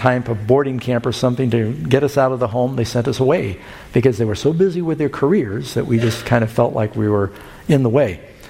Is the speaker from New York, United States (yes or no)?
yes; New York City, New York, United States; also born or lived in Burbank, California; Now, I grew up mostly in New York City. I'm born in Southern California, in Burbank. I grew up Mom moved to New York City after she divorced Dad.